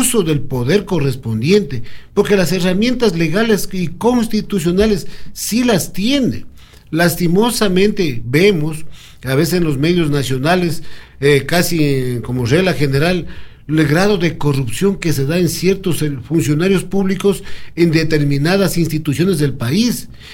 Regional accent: Ecuador; todos somos ecuatorianos

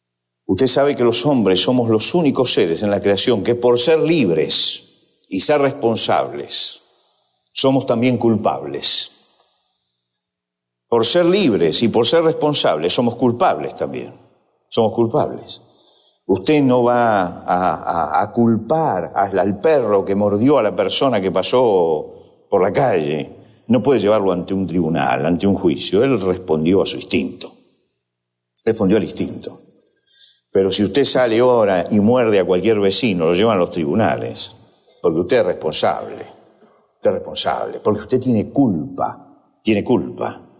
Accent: Argentina; es porque como nación no hemos sabido romper como argentinos los yugos de pecado que había en nuestra propia vida.

